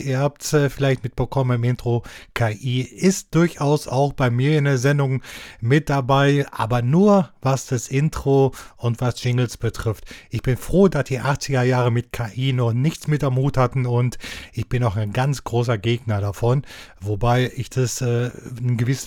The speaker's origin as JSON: {"language": "German", "region": "West Germany", "country": "Germany", "said": "Jedes Mal muss man halt eine D-Mark, ne, ich bin Wessi, einwerfen"}